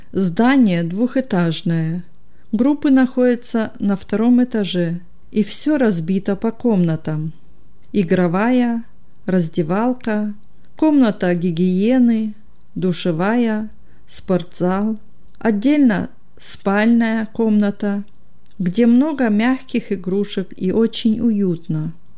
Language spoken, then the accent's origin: Russian; Selydove, Donetsk Oblast, Ukraine; Родом я из Донецкой области, из городка Селидово. Помню лихие 90-е годы, когда на Украине был беспредел.